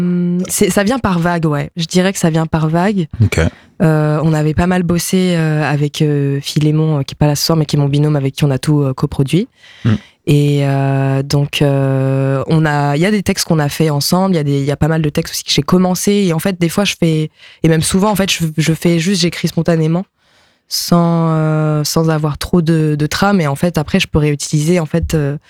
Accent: Pays de la Loire, France; first language Japanese; also born or lived in Belgium; il me semble que j'ai commencé à parler japonais d'abord. C'était vraiment ma langue maternelle, mais en fait, mes parents étaient en Belgique, ils ont bougé à Nantes, à côté de Nantes quand j'avais 4 ans. Donc oui, j'ai vraiment grandi.

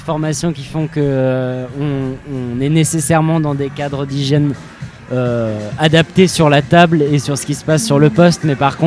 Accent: Nantes, Pays de la Loire, France; Je viens de Nantes, du coup, enfin, je suis sur Nantes là actuellement et depuis une quinzaine d'années maintenant.

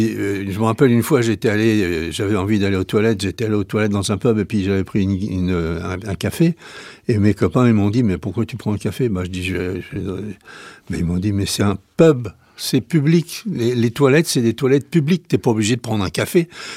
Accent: Nantes, Pays de la Loire, France; Eh ben, je suis nantais, oui.

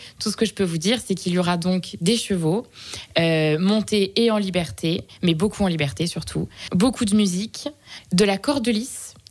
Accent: Hauts-de-France, France; now in Mayenne, France; On vient du sud de l'Oise à la base, justement à côté de la Mer de Sable, du parc d'attractions.

